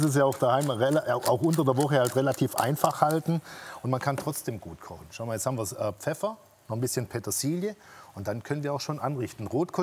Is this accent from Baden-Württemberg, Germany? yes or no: yes; Baden-Württemberg, Germany; Also das ist ja wie bei uns im Schwabenland Maultaschen.